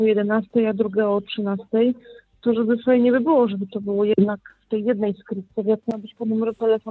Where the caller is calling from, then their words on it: Jaworzno, Silesian Voivodeship, Poland; Ja akurat mieszkam w Jaworznie